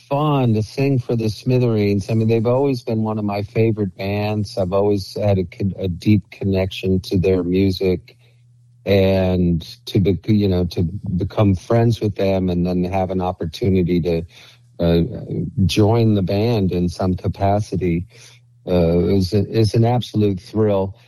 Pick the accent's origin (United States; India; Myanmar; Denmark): United States; Arizona; And to have a street in my hometown named after my song, I might be the only songwriter in Arizona history that has a street named after one of his songs.